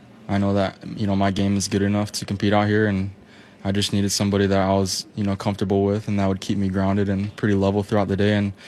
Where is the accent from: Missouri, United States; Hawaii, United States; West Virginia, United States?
Hawaii, United States; now in Utah, United States; I take a lot of, you know, my roots, you know, from here in Utah, even though I'm from Hawaii. But, you know, I went to high school here, and now I'm obviously in college here in Utah.